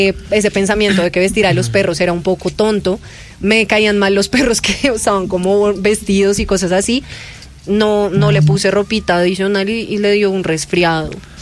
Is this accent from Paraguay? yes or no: no; Bogotá, Colombia; Tener una perrita costeña siendo Rola es un compromiso muy grande, porque no le gustan los planes rolos en lo absoluto.